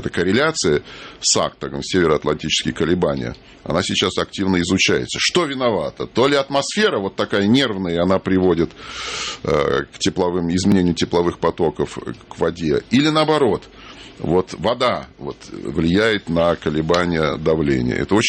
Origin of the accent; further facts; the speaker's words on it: Moscow, Russia; Мое детство прошло в Москве. Я прожил свое детство в доме, который сейчас занимает музей Шилова. Понятно. На Знаменке.